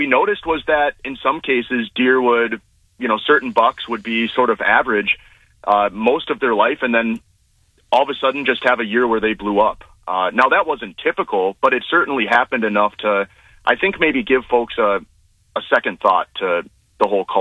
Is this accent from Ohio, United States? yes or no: no; Wisconsin, United States; moved away; I grew up in Wisconsin